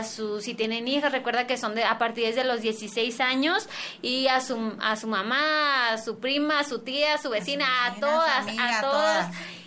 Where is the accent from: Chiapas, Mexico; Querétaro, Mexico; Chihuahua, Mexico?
Chihuahua, Mexico; yo soy de Chihuahua.